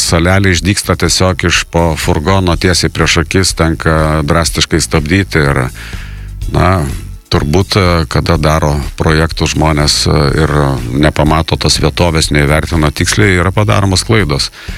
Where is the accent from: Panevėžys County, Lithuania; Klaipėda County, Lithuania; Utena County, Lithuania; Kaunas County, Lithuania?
Klaipėda County, Lithuania; Klaipėda; tai, ką mes klaipėdiečiai pamatysim kitų metų rudenį